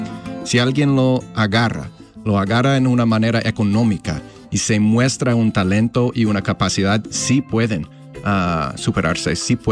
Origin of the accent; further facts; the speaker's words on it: Omaha, Nebraska, United States; los que me escuchan con el acento y todo, soy de aquí de Omaha